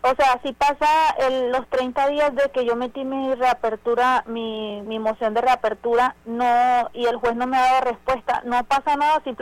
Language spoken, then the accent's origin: Spanish; Venezuela; Yo soy venezolana y yo entré con una, bueno, aquí se preparó un asilo